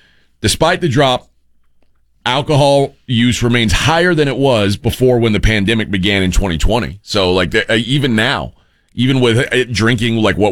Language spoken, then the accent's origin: English; Houston, Texas, United States; and I grew up in Houston, the greater Houston area.